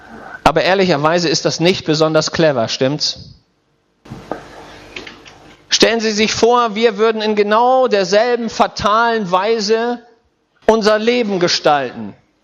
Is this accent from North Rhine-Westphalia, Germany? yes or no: no; Schleswig-Holstein, Germany; Und bei uns in Schleswig-Holstein, da gibt es einen Mann, der hat einen Comic gezeichnet, der heißt Werner.